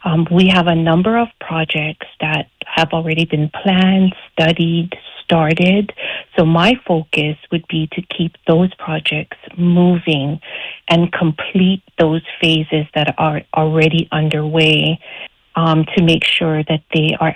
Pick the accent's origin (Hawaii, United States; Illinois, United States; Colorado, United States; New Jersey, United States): Hawaii, United States; Anahola; now in Hanapepe, United States; I am a proud Kauai girl. I was born and raised on Hawaiian homestead land in Anahola. I graduated from Kapa'a High School, and I have been blessed to call Hanapepe home, where Kirk and I raised our 3 children.